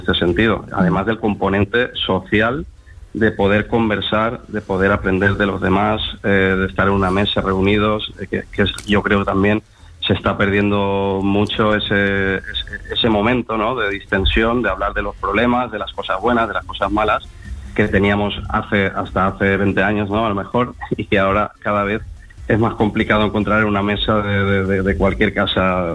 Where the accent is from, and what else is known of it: Valencia, Valencian Community, Spain